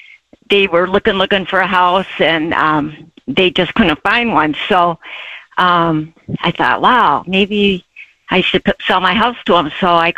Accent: Michigan, United States; I grew up in Michigan and lived there all my life

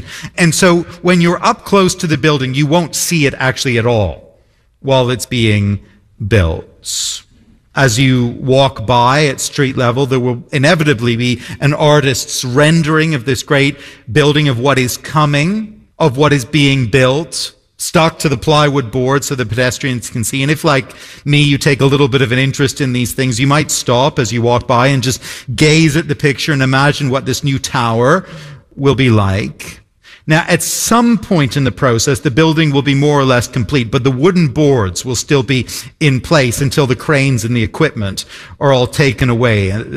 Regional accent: Toronto, Ontario, Canada; moved away; also born or lived in London; When I was a kid growing up in Toronto

